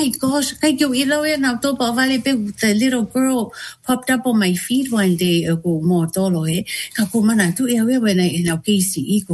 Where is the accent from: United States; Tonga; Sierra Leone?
Tonga; I always love to share with my soldiers, like, oh, I'm from Tonga, ba wako ika nao tole lea whaka Tonga.